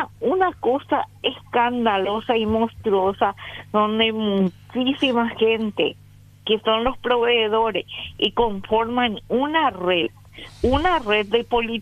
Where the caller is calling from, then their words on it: Capiatá, Central, Paraguay; somos de Capillas. Sí, Capieta.